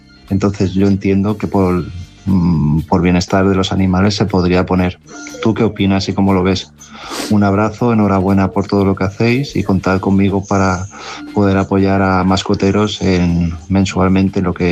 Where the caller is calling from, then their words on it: Palma de Mallorca, Balearic Islands, Spain; de Palma de Mallorca.